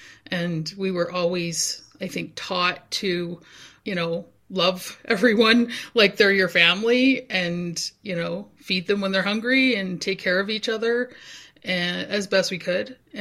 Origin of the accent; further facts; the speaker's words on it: New Brunswick, Canada; also born or lived in Tobique First Nation; I'm from Woodstock First Nation on my mom's side and Tobik First Nation on my dad's side. I grew up with my grandmother most of the time.